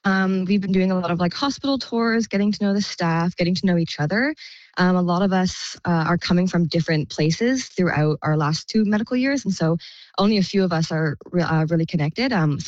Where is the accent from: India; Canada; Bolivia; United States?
Canada; Cranbrook, British Columbia; So I'm originally from Cranbrook. I was raised here. And so I've always loved small communities.